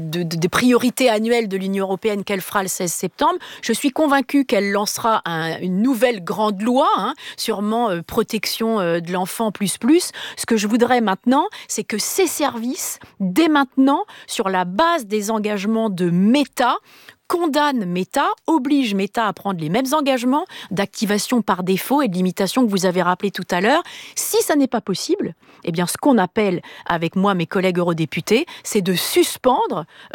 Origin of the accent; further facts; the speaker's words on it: Normandy, France; moi, je suis normande